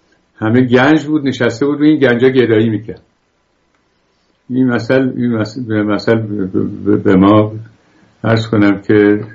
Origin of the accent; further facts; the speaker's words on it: Bakhtiari, Iran; چون من خودم بختیاری هستم